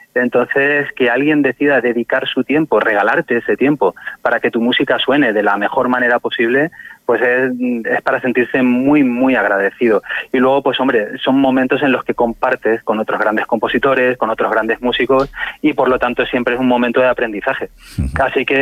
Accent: Yecla, Region of Murcia, Spain; es mi tierra, es la tierra de mi madre, de mis abuelos, es donde yo he crecido

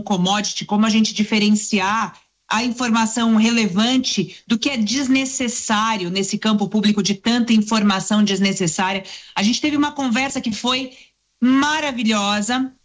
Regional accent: Brazil; Não só como autor, como eu sou, como visitante da Flip, mas como brasileira, que quer ver isso aqui ser um evento realmente internacional de orgulho para nós

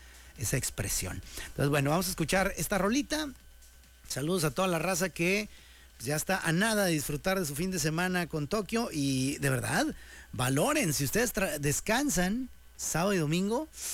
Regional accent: Mexico; No pasa nada, somos mexicanos, viva México.

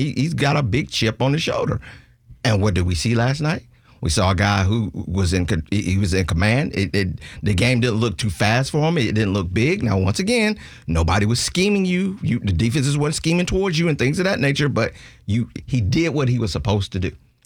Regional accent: Georgia, United States; You know, I'm from Georgia. I've seen a lot of Haynes King.

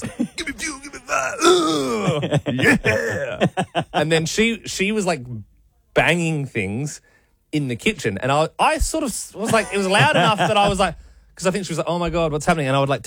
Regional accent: Adelaide, South Australia, Australia; now in Sydney, Australia; And we're both from Adelaide originally, but so we're doing long distance for the first few months, Sydney to Adelaide.

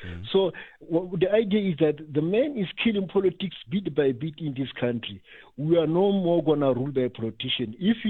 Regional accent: Soweto, Gauteng, South Africa; I grew up in Soweto

